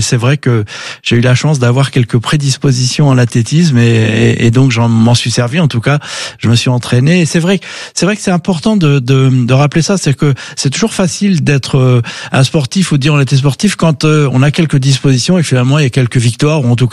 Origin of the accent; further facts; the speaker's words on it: Reims, Grand Est, France; born there; also born or lived in Arcachon / Provence; Moi, je suis né à Reims, mais de passage, j'aurais pu naître ailleurs. Puis on a vécu sur la façade atlantique, sur le bassin d'Arcachon, en Provence.